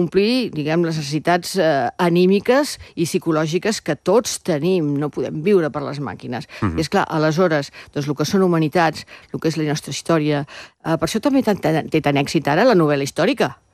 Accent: Llançà, Catalonia, Spain; I aleshores soc de Llanza.

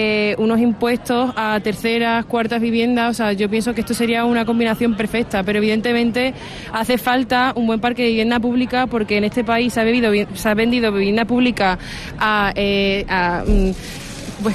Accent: Málaga, Andalusia, Spain; Yo de Málaga.

